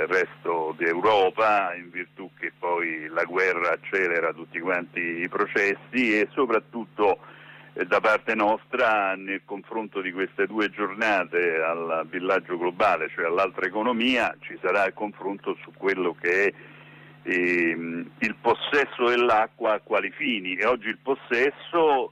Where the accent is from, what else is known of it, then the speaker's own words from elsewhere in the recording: Rome, Lazio, Italy; non essere possessivi in quanto romani